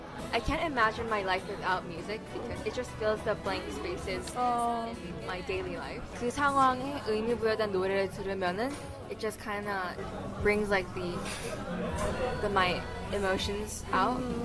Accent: South Korea; also born or lived in United States; from SFS, and I was born in the U.S., and I was mostly raised in Korea.

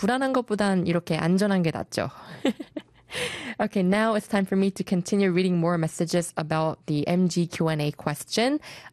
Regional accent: New Zealand; I grew up in a country that's filled with good nature. I grew up in New Zealand, but while I was there, I really took that for granted.

